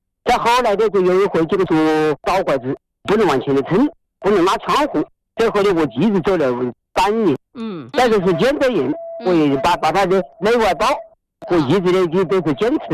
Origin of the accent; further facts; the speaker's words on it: Hanchuan, Hubei, China; also born or lived in Xiaogan; 我的老家是汉川，我在孝感工作了10几年，现在也79岁了。